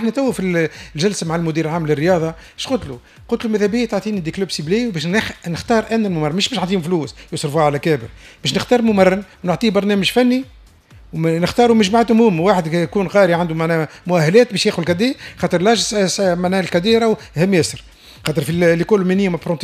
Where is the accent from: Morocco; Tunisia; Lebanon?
Tunisia; احنا عندنا في تونس